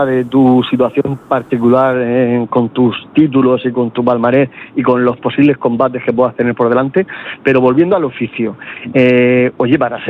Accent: Region of Murcia, Spain; Como mujer, como deportista y como murciana

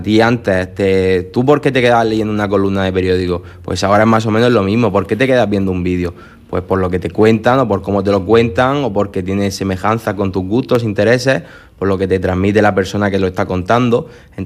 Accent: Cieza, Region of Murcia, Spain; Pues yo soy de Cieza, empecé en Cieza trabajando.

